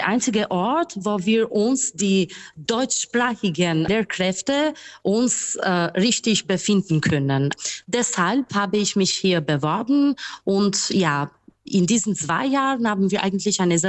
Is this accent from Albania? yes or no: yes; Albania; born there; German is a second language; also born or lived in Jena, Germany; Ich bin in Albanien geboren.